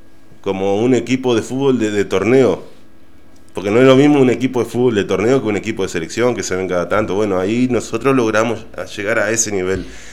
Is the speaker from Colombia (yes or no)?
no; Argentina; la gente del interior no somos como los porteños, pues somos un poquito más centrados.